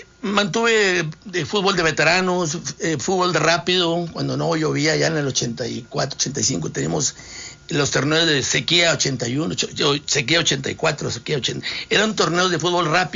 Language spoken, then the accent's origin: Spanish; Matamoros, Tamaulipas, Mexico; Nací en una estación de radio, prácticamente, en año, yo nací en el 58, soy de Matamoros, Tamaulipas, allá tenemos una estación de radio, la XEEW, la voz del Bajo Bravo, en donde ahí pues crecí entre esos bulbos.